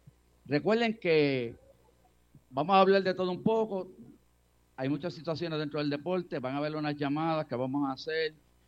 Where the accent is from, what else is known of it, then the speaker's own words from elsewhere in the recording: Barranquitas, Puerto Rico; Nosotros somos de campo, somos de pueblo, Fabián es de Orocovi, yo soy de Barranquita